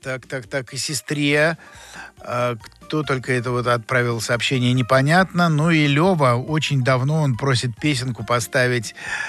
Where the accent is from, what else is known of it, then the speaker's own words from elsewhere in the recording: Moscow, Russia; мне 11 лет, я из Москвы, слушаю вас каждый день